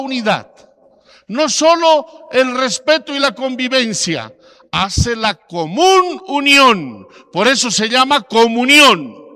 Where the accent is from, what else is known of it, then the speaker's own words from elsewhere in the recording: Bolivia; Porque somos muy bolivianos, los del altiplano y los del oriente, los de los valles y los del sector de nuestros hermanos orientales. Todos somos bolivianos.